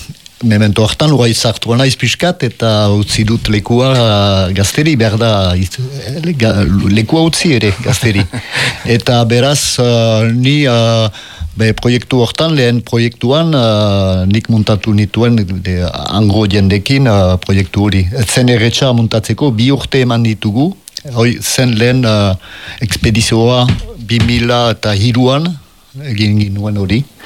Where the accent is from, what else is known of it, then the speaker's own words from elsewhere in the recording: Itxassou, Nouvelle-Aquitaine, France; also born or lived in Quebec; Itxasutik heldu naiz